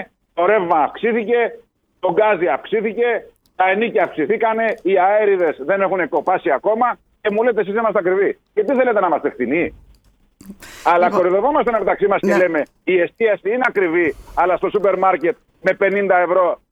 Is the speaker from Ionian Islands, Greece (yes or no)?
yes; Corfu, Ionian Islands, Greece; σεβόμαστε την Κέρκυρα, σεβόμαστε το νησί μας